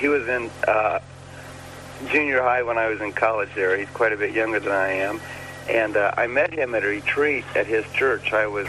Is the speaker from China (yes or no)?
no; Indiana, United States; I grew up in Indiana, which is, in Indiana they consider themselves Midwesterners. And I realized that I really miss the Midwest.